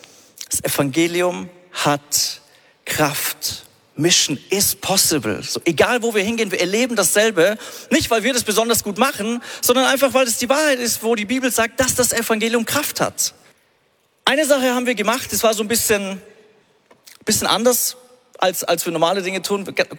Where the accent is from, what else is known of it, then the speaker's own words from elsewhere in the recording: Munich, Bavaria, Germany; ich bin aus München